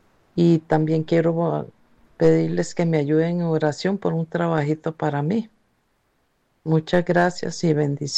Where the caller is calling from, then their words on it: Escazú, San José, Costa Rica; de Escazú